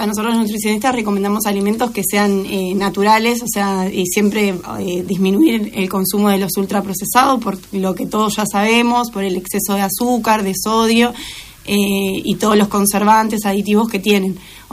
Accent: Lobos, Buenos Aires Province, Argentina; born there; moved away as an adult; now in Bolívar, Argentina; No, soy nacida en Lobos, pero uh-huh, bueno, me fui a estudiar a Capital y me quedé viviendo allá.

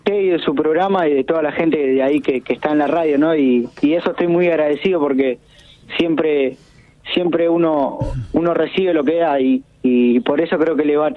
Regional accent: El Cuadrado, Santiago del Estero, Argentina; born there; Somos de un barrio El Cuadrado, te aviso. Yo encima yo nací en El Cuadrado, Santiago del Estero

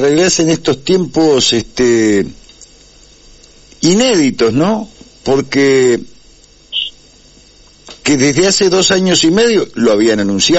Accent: La Paz, Entre Ríos, Argentina; moved away as an adult; yo nací en La Paz, creo que te lo comenté a esto. Nací en La Paz, viví hasta los 20 años en La Paz, después a los 22 volví a La Paz hasta los 26.

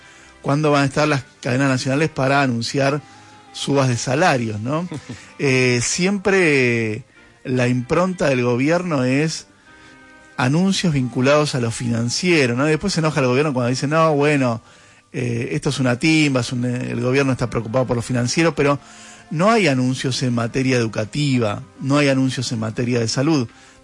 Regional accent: Argentina; no es no mirar los problemas que realmente tenemos y que arrastramos como argentinos

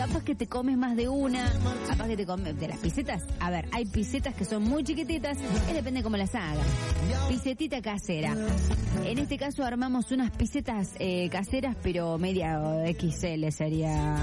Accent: Río Cuarto, Córdoba, Argentina; Nosotros somos de Río Cuarto, pero andamos con la familia en Carlos Paz.

